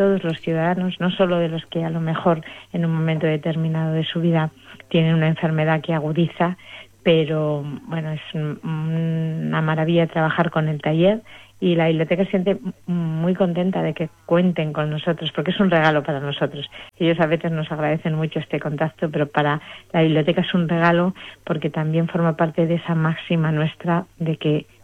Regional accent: Spain; todos tenemos así ese orgullo de ¡ay, que somos españoles!

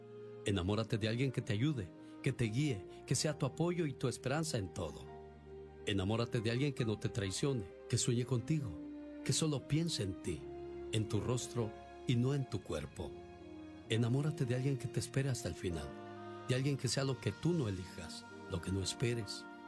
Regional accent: Veracruz, Mexico; moved away; Salí de Veracruz. Pero Veracruz nunca salió de mí. La nostalgia de mi tierra está con...

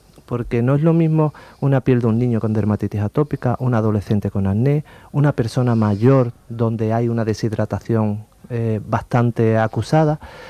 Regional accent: Andalusia, Spain; Pues al final somos andaluces, estamos la comunidad que más horas de sol tenemos en España.

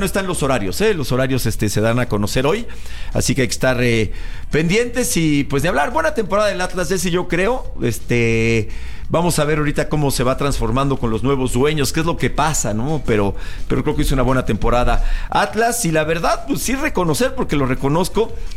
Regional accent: Mexico; Sí, terrible, porque así somos también los mexicanos.

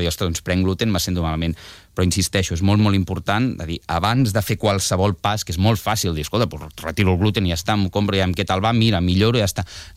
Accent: Barcelona, Catalonia, Spain; also born or lived in Moianès; Jo soc de Barcelona, però comarca del Moianès, me'l sento molt com a pròpia

